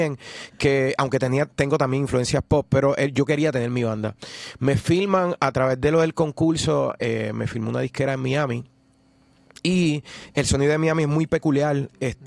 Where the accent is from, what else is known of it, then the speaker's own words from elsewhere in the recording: Yabucoa, Puerto Rico; also born or lived in Humacao; yo me crié en Yabucoa, cerquita ahí de Humacao, de la familia de mi papá es de Humacao también. Entonces, entre Yabucoa y Humacao hice lo que fue mi infancia